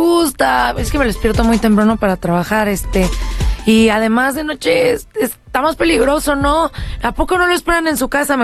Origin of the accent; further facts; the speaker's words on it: Mexico; Ay, pues yo soy de México.